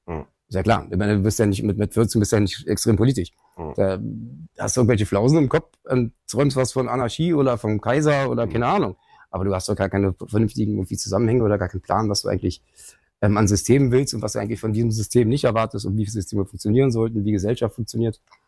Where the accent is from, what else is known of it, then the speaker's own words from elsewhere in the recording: Berlin, Germany; Geboren in Schöneberg, groß geworden in Kreuzberg.